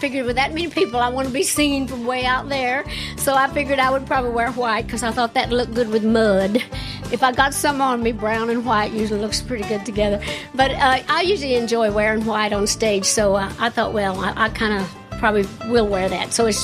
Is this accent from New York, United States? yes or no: no; Tennessee, United States; I grew up in the mud. My daddy was a farmer. I grew up in East Tennessee over in America.